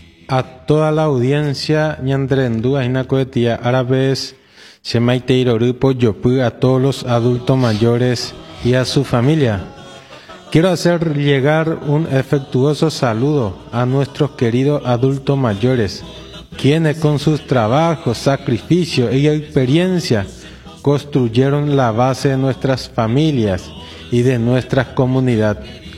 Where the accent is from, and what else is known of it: Paraguay